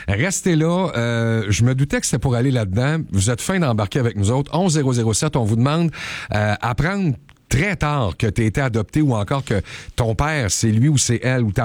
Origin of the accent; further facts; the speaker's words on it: Quebec, Canada; chez nous en Outaouais